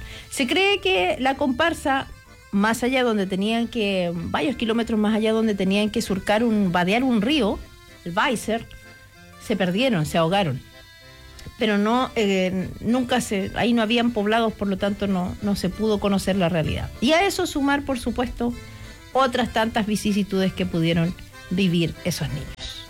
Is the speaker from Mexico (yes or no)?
no; Chile; Claro, soy chileno